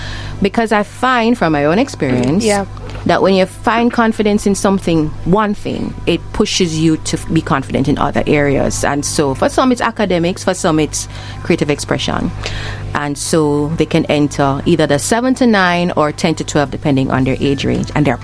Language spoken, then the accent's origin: English; Spanish Town, Saint Catherine, Jamaica; because I'm from Spanish Town, Spain Town, St. Jay